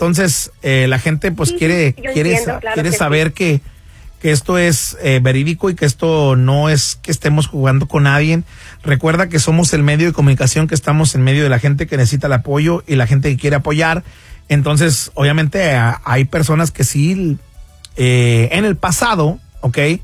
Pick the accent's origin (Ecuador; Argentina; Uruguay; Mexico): Mexico; Nosotros como hispanos o como mexicanos, yo me incluyo